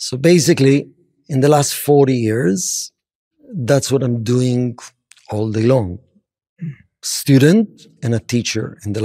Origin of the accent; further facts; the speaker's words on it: Israel; I grew up in Israel in a non-religious family.